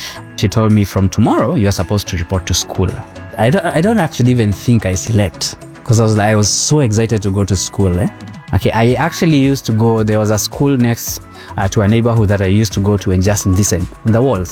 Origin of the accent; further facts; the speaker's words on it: Nairobi, Kenya; And then we landed smack in the middle of Madare slums. Okay, just next to the sewage. The river passes by. You know, a very small cubicle made of mud, typical of many in the slums.